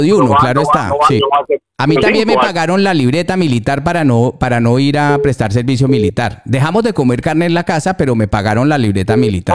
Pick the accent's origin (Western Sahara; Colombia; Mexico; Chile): Colombia; Yo soy colombiano igual que usted